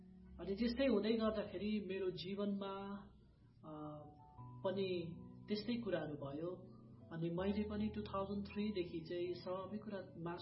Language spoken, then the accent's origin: Nepali; Mirik, West Bengal, India; born there; also born or lived in Fikkal, Ilam, Nepal; मेरो घर इन्डियाको दार्जिलिङको मिरिक भन्ने ठाउँमा, र मेरो जन्मस्थान चाहिँ इलामको फिक्कल भन्ने ठाउँमा, मेरो आमाको घरमा म जन्मेको हुँ।